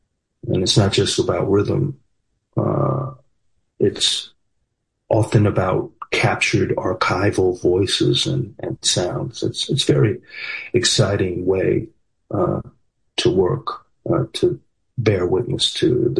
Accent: Los Angeles, California, United States; So it was great to tell some of those stories in my hometown.

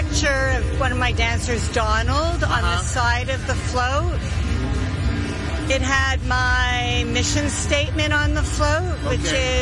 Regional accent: Canada; now in New York, United States; I moved to New York. I'm from Canada.

